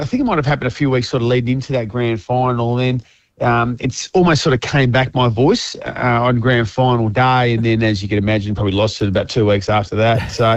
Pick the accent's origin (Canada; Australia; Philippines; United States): Australia; Bassendean, Western Australia; I'm a boy from Bassendean growing up, just dreaming one day of hopefully playing AFL footy